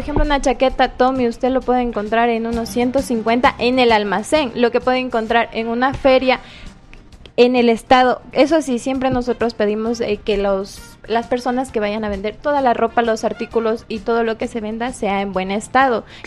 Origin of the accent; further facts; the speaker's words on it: Quiroga, Imbabura, Ecuador; Nosotros somos de Quiroga.